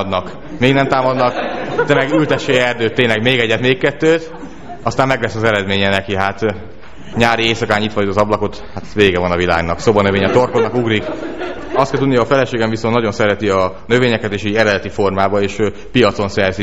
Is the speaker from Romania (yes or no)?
no; Great Hungarian Plain, Hungary; born there; Én az Alföldön születtem